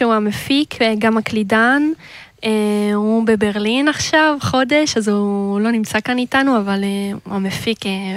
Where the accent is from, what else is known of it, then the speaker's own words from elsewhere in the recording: Tel Aviv, Tel Aviv District, Israel; היא תל אביבית כמוני.